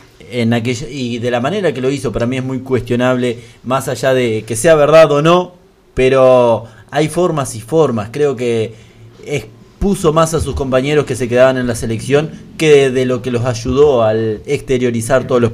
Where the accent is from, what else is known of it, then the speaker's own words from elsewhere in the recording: Sarandí de Navarro, Río Negro, Uruguay; Con un saludo para Sarandía Navarro, quedo más que feliz, ¿no? Que es mi pueblo.